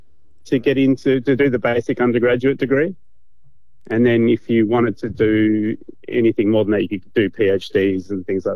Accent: Adelaide, South Australia, Australia; moved away; I'm originally from Adelaide

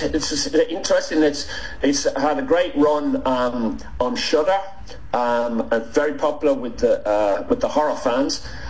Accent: Ireland; now in Australia; film was shot in Ireland, quite near my hometown, and in Dundalk

